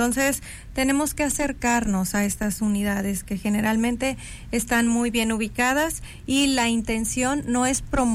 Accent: Mexico; now in Colima, Mexico; Como mexicanos tenemos ese derecho.

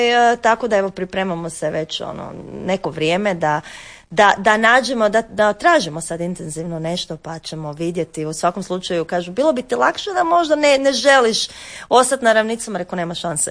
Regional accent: Osijek, Osijek-Baranja County, Croatia; i evo i Osijek, isto što bi se reklo. Mi nemamo taj izraz u hrvatskom jeziku, ali u engleskom postoji taj sjajan izraz hometown. To je zapravo bio moj dom.

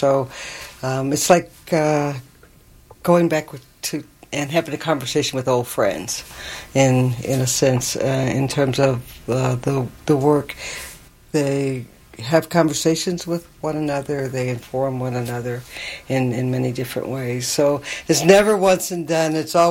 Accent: United States; And they asked me where I was from. I told them, from the U.S.

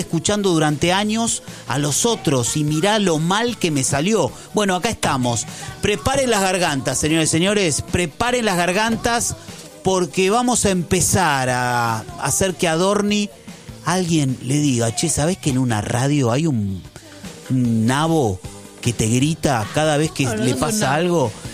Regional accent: Argentina; nosotros como argentinos

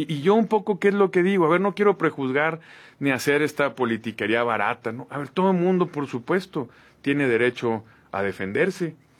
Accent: Sinaloa, Mexico; como somos los sinaloenses

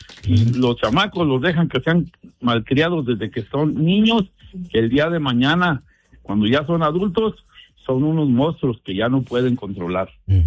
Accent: Mexico; moved away; Yo los crié igual como a mí me criaron en México.

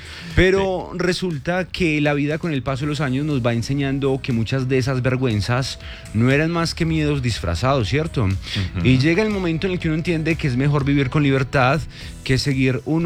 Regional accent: Colombia; O uno como colombiano sabe que está hundido

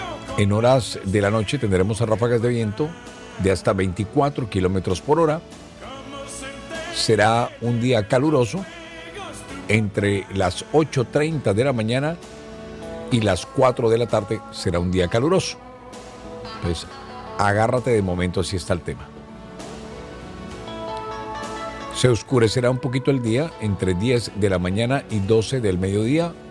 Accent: Caribbean Region, Colombia; born there; Y nosotros que nacimos en el Caribe colombiano somos recontra chéveritos.

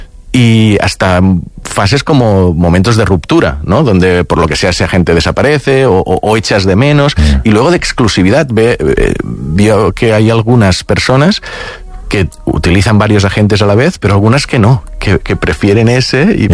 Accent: Catalonia, Spain; Pues algunas cosas, mira que soy del Delta del Ebre, hay mosquitos, sí.

